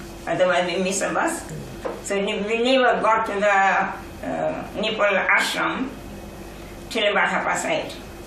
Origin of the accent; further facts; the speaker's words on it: New Zealand; we said, I come from New Zealand.